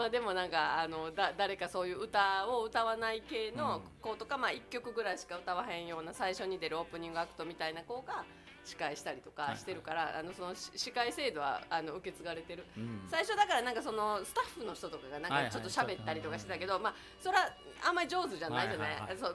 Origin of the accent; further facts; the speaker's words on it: Takatsuki, Osaka, Japan; あの地元の高槻っていうところでやってるイベントがあるんです、毎月1回ね。